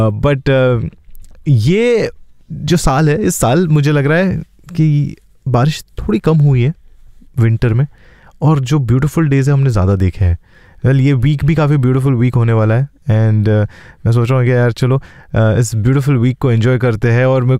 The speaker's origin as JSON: {"language": "Hindi", "town": "Nashik", "region": "Maharashtra", "country": "India", "tie": "born or raised there", "said": "मैं जहाँ पे पला बड़ा हूँ इंडिया में, नासिक में, अगस्त का महीना use to be a very gorgeous month"}